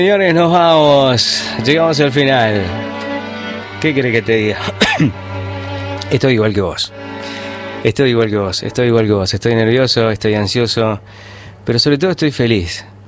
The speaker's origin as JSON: {"language": "Spanish", "country": "Argentina", "said": "Somos todos argentinos"}